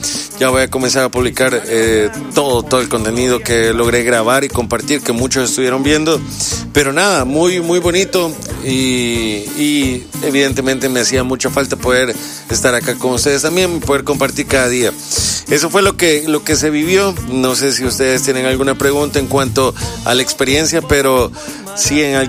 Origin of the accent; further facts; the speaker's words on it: El Salvador; como salvadoreño uno se tiene que rebuscar.